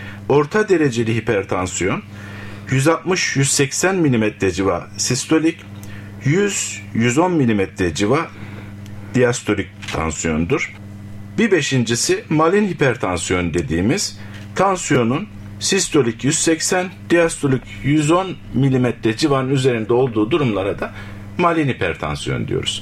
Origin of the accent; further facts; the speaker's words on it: Cyprus; moved away as an adult; also born or lived in Ankara; 1966 Kıbrıs doğumluyum. İlk orta ve lise tahsilimi Kıbrıs'ta tamamladıktan sonra